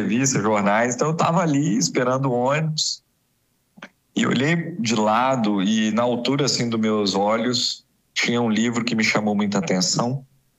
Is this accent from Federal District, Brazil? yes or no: no; Capelinha, Minas Gerais, Brazil; Eu cresci em Capelinha. Eu estudei na escola Coronel Coelho, ali na praça, no centro de Capelinha